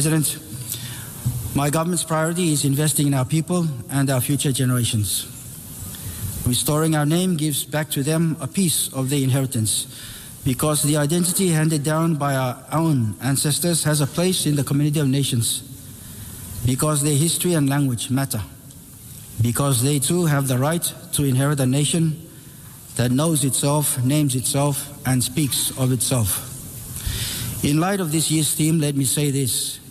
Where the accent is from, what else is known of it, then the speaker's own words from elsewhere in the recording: Nauru; Nga de Nauru. That means I am from Nauru. And so is every person I have the honor to speak for today.